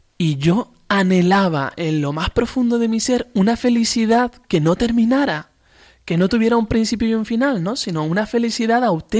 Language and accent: Spanish; Arrecife, Canary Islands, Spain; born there; la parroquia de San José Obrero, en Titerroy, que es la parroquia a la que, por donde yo vivo en Arrecife, pertenezco.